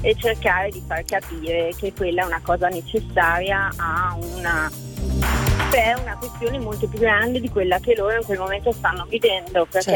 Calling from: Milan, Lombardy, Italy; io chiamo da Milano.

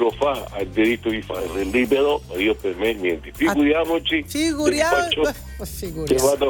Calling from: Lombardy, Italy; Provincia di Milano.

